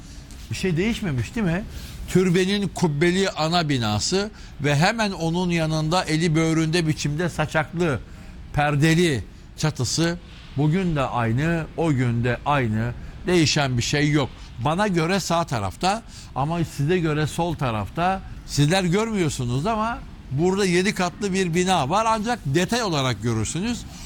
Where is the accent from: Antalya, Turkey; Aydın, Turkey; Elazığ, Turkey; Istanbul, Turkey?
Istanbul, Turkey; Bizim tabirimizle ben Fatih Cerrahpaşalıyım. Biz çocukken vardı, duvar dibi deniyordu.